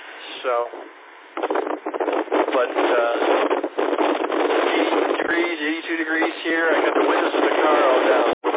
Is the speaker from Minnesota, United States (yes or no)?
no; Albany, New York, United States; moved away; I grew up in the Albany, Schenectady area, which is why family is down there